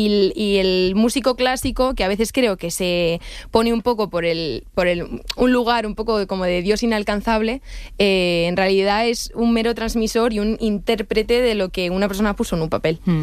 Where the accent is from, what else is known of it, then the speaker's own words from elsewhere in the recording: Madrid, Community of Madrid, Spain; Pero yo sí, soy madrileña.